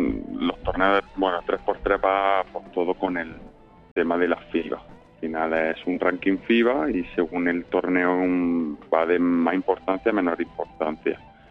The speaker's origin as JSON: {"language": "Spanish", "town": "Níjar", "region": "Andalusia", "country": "Spain", "said": "yo soy de Níjar"}